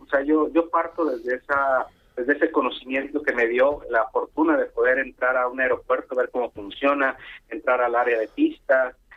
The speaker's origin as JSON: {"language": "Spanish", "town": "Cancún", "region": "Quintana Roo", "country": "Mexico", "tie": "born or raised there", "said": "mi Cancún, ¿no? La Cancún que yo crecí, que está en el Caribe mexicano."}